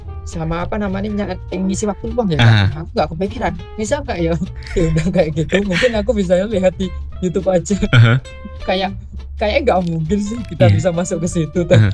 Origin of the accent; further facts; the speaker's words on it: Java, Indonesia; aku asli Jawa beneran.